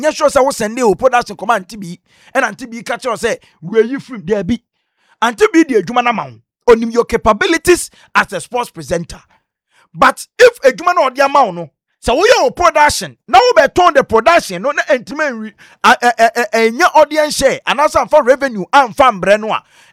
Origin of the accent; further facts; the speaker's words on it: Ghana